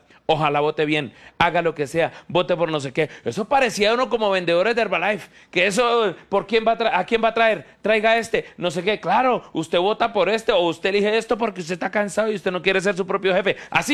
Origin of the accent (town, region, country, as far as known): Colombia